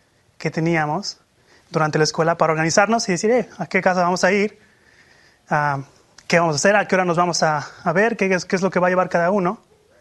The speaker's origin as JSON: {"language": "Spanish", "country": "Mexico", "tie": "born or raised there", "moved": "yes", "said": "Una parte de mi vida que me da risa recordar son los 3 años de secundaria que pasé en mi tierra natal. Para los que no saben mucho, esto es de séptimo a noveno grado en México."}